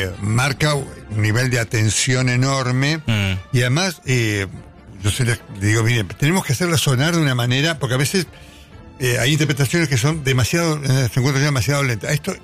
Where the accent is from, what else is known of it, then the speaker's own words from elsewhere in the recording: San Lorenzo, Santa Fe, Argentina; born there; Quiero que se llame San Lorenzo porque yo nací en San Lorenzo.